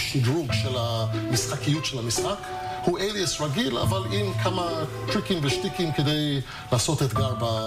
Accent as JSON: {"language": "Hebrew", "country": "Canada", "moved": "yes", "lives_now": "Israel", "said": "אני בא מקנדה"}